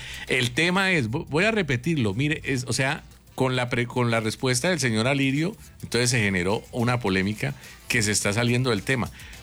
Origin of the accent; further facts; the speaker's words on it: Colombia; orgulloso de ser colombiano